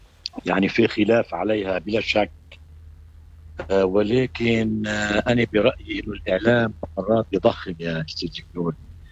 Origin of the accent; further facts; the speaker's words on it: Lebanon; نحن كلبنانيين